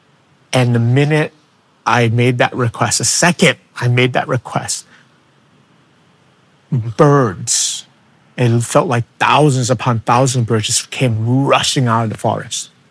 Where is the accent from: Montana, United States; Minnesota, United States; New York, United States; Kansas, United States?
New York, United States; New York City; I'm from the Bronx